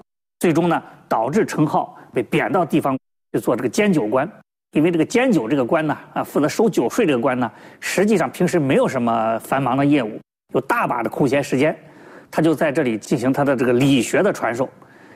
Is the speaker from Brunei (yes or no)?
no; China